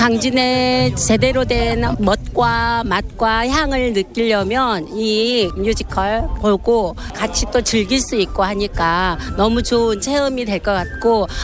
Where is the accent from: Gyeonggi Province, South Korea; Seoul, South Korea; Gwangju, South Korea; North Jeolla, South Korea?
Gwangju, South Korea; 저 광주에서 왔어요.